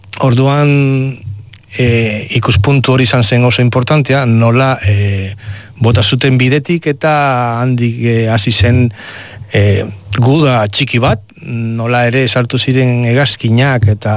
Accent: Santa Clara, Villa Clara, Cuba; moved away; Santa Claran jaio nintzen 1979an, urtearen erdian, bero handienean zegoenean

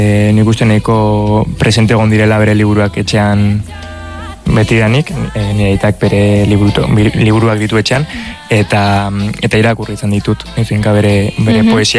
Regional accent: Pamplona, Navarre, Spain; ni Iruñekoa naiz, beti anik bizi izan naiz Iruñean

